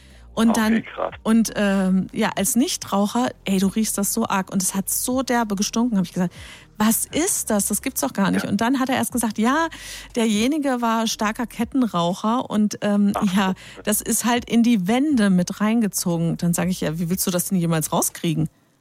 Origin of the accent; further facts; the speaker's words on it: Speyer, Rhineland-Palatinate, Germany; Ich komme ja aus Speyer